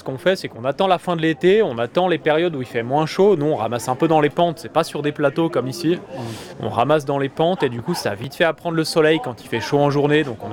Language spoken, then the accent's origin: French; Auvergne-Rhône-Alpes, France; On a fait quasiment 5 heures de bagnole, on vient de Savoie.